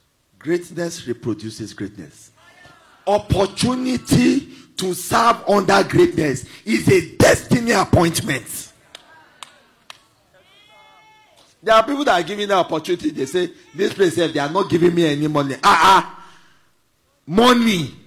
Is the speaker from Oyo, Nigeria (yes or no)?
yes; Ibadan, Oyo, Nigeria; born or raised there